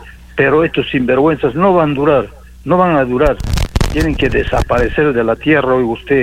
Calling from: Arequipa, Peru

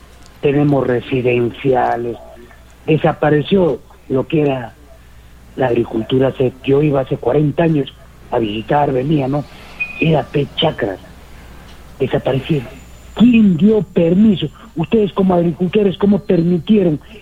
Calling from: Paucarpata, Arequipa, Peru; Yo vivo en Paucarpata

